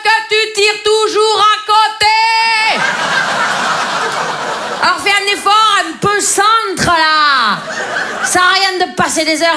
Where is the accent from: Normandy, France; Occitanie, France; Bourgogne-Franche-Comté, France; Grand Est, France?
Grand Est, France; Liffol-le-Grand; Je viens des Vosges. Les Vosges, vous voyez? Les Vosges, vous voyez? C'est en France, hein, vous voyez? C'est juste avant l'Ukraine, vous voyez? C'est dans l'Est, en Lorraine. Et moi, je viens de Liffol-le-Grand, voyez?